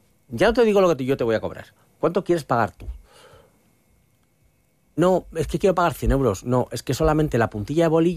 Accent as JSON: {"language": "Spanish", "town": "Villafranca de los Caballeros", "region": "Castilla-La Mancha", "country": "Spain", "tie": "born there", "said": "en mi pueblo, en Villafranca"}